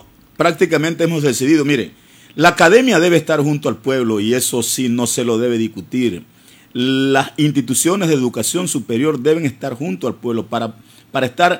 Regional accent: Esmeraldas, Ecuador; yo soy norteño, a mucha honra lo digo, salí del campo, sigo siendo del campo.

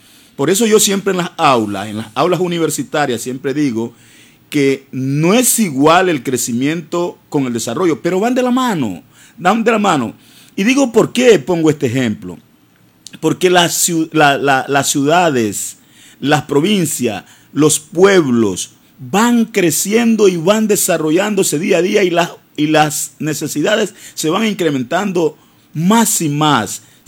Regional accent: Esmeraldas, Ecuador; yo soy norteño, a mucha honra lo digo, salí del campo, sigo siendo del campo.

